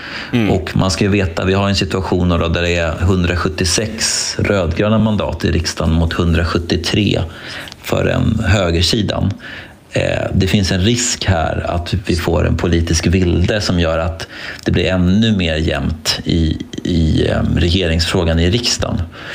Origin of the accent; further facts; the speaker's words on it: Sweden; Som svensk kan jag bara säga att det är okej att skratta.